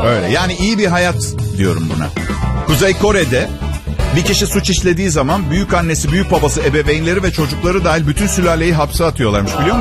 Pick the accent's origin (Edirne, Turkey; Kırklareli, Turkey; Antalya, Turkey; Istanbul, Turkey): Istanbul, Turkey; Şişli; also born or lived in Tophane; Ha, üzgünüm çünkü Tophane'de doğdum, Şişli bebesiyim. Sadece adım İtalyan.